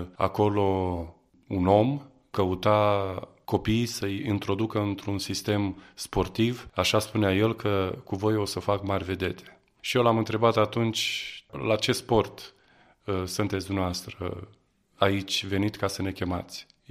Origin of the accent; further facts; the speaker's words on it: Galați, Galați County, Romania; sunt din Galați, sunt născut în Galați. Am crescut într-o familie, să spunem între ghilimele, ortodoxă, dar nepracticanți.